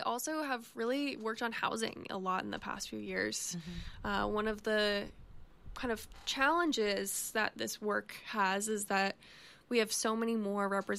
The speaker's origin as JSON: {"language": "English", "town": "Williamsburg", "region": "Massachusetts", "country": "United States", "tie": "born or raised there", "said": "People in Franklin County, I grew up in Williamsburg, just mm-hmm. down the road, but, you know, culturally a little bit different, of course."}